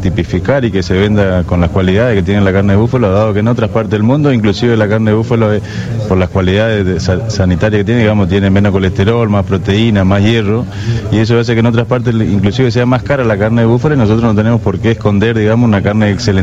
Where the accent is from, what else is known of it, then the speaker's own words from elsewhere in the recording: Ituzaingó, Corrientes, Argentina; Somos todos de Ituzaingó Corrientes. Y hacemos nuestra producción de búfalo.